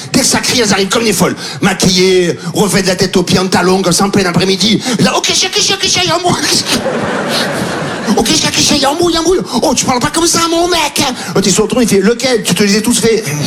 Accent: Marseille, Provence-Alpes-Côte d'Azur, France; moi aussi, je suis Marseillais

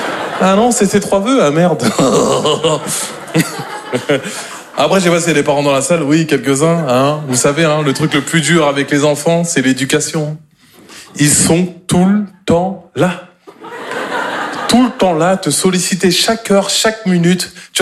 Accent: Normandy, France

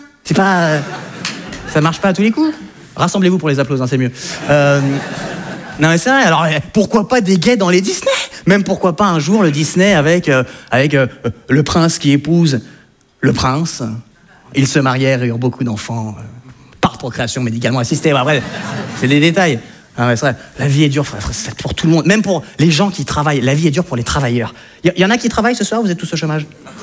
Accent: France

